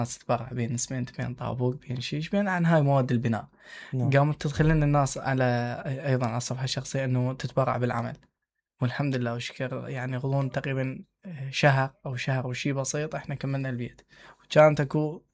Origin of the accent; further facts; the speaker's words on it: Iraq; احنا بدورنا يعني كعراقيين